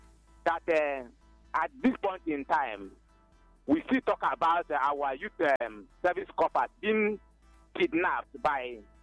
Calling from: Komoro, Ebonyi, Nigeria; I am reaching you from Komoro, located in Inyaba, the main center of Ebonyi State.

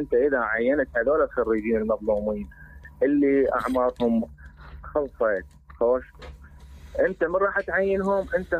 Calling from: Iraq; اني مو عراقي اني ما لي حق بهاي الدوله

